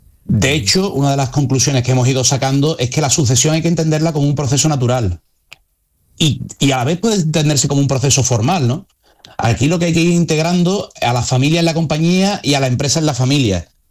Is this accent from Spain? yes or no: yes; Andalusia, Spain; para no contestar como un gallego, sino como un buen andaluz